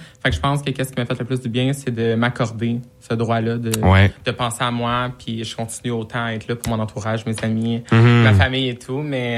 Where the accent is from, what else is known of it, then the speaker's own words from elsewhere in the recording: Rouyn-Noranda, Quebec, Canada; now in Sainte-Agathe-des-Monts, Canada; En Abitibi-Témiscamingue, à Rwanda, avec ma famille, ma petite sœur, ma petite famille.